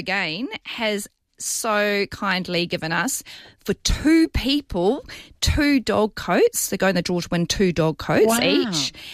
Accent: New Zealand; moved away; I grew up in New Zealand

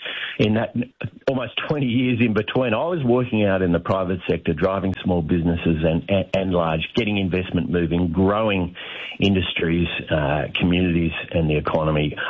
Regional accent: New South Wales, Australia; I'm not from Victoria, obviously. I'm from New South Wales. But watching it from the north, I mean, it's extraordinary.

